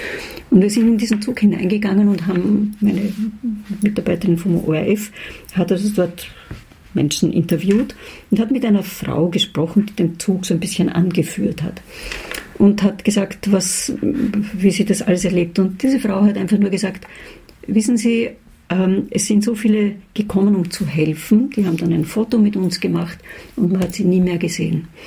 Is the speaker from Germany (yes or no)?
no; Vienna, Austria; also ich bin Wienerin und bleibe es auch. Und da gehöre ich hin.